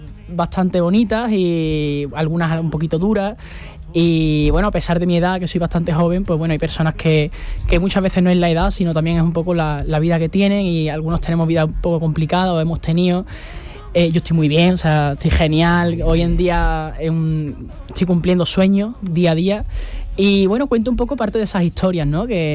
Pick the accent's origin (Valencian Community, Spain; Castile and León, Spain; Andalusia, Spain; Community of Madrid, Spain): Andalusia, Spain; llevar Andalucía por bandera, ¿no? Pues eso es lo más bonito, sí. Claro, o sea, yo soy una persona muy de mi tierra